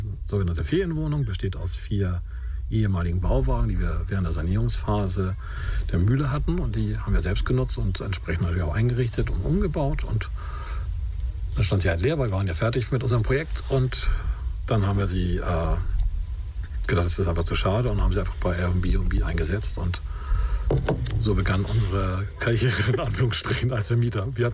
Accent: Wedel, Schleswig-Holstein, Germany; also born or lived in Hamburg / Beldorf; now in Dithmarschen, Germany; Nein, ich bin kein Hamburger. Ich bin am Wasser groß geworden und zwar in Wedel an der Elbe. Und habe ich dann langsam von Wedel über Hamburg, eine Zeit lang in Hamburg, gelebt

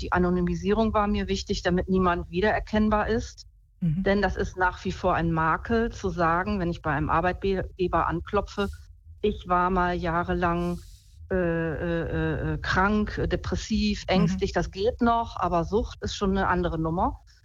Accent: Osnabrück, Lower Saxony, Germany; Also ich komme aus Osnabrück, da war der Sonntag heilig, ganz klar.

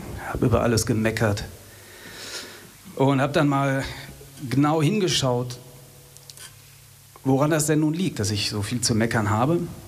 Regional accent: Hagen, North Rhine-Westphalia, Germany; Und das Ganze in Summe macht es mir ein bisschen schwer, meine Heimatstadt Hagen zu verlassen.

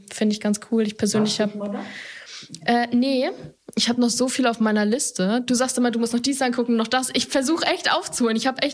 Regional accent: Mölln, Schleswig-Holstein, Germany; Ich komme ja aus Mölln, da gibt es auch ein paar.

